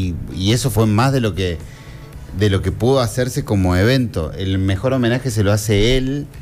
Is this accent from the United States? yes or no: no; Argentina